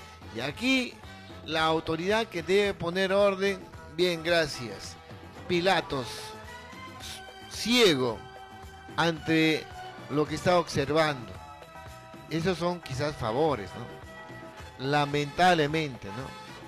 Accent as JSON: {"language": "Spanish", "country": "Peru", "said": "¿Qué queremos ser como peruanos?"}